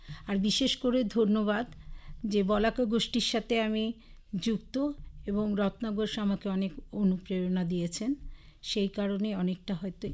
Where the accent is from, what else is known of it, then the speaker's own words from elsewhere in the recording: Durgapur, West Bengal, India; now in Siliguri, India; আমার বাড়ি শিলিগুড়ির বাবুপাড়ায়, আমি বাবুপাড়ায় থাকি। আর মূলত আসলে আমি উত্তরবঙ্গের কন্যা বলি কেন, যেহেতু আমি ৩০ বছর আমি উত্তরবঙ্গেতে আছি। আমি দক্ষিণবঙ্গের মেয়ে এবং আমি দুর্গাপুরের মেয়ে।